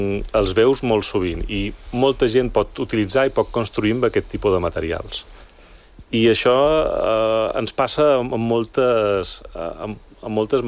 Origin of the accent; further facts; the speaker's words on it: Balearic Islands, Spain; moved away as an adult; now in Barcelona, Spain; jo som de Mallorca